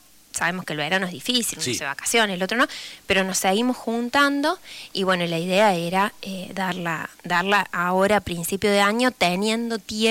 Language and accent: Spanish; Hernando, Córdoba, Argentina